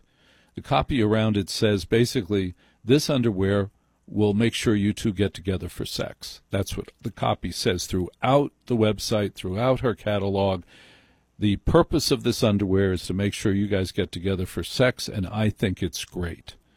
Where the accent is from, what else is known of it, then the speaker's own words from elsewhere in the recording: United States; We're American men